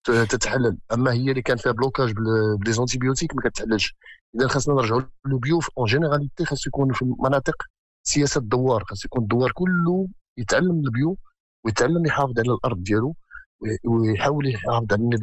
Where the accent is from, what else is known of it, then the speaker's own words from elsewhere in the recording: Morocco; حنا كمغاربه